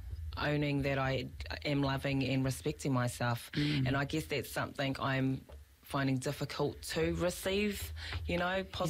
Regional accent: Camberley, South East England, United Kingdom; I was labelled, because I was brought up in Camberley, that I was this girl back in the day, which I wasn't.

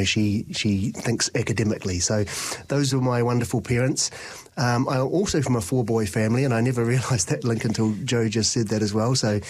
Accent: Christchurch, Canterbury, New Zealand; Yep, it was very white, middle class, and all of those things. But I had a wonderful upbringing, went to a boys' school, it was all wonderful, and I loved it.

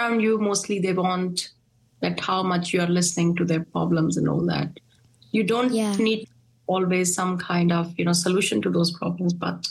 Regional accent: Pakistan; moved away as an adult; now in New Zealand; us as generation, had everything back in Pakistan.

